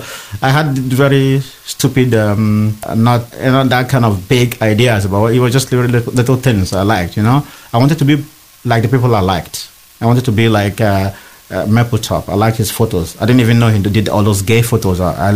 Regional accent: Nigeria; English is a second language; So, but I'm still a Nigerian, and so I can say it affects a lot of things.

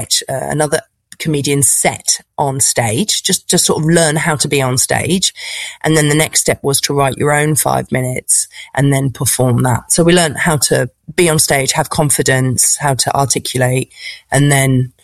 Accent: United Kingdom; As a British person, stand-up comedy is sort of very central part

